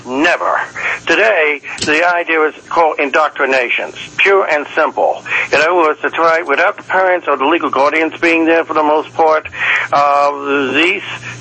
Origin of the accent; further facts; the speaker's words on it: Washington, District of Columbia, United States; now in Baltimore, United States; when I was going to public schools way back when, I'm from Washington, D.C., and this is way back when, in the 60s and 70s